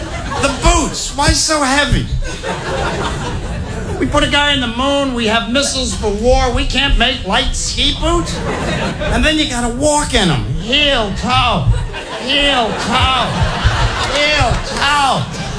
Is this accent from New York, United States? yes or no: yes; New York, United States; I'm going, "I'm from New York, they're hitting us hard. Let's stay tight."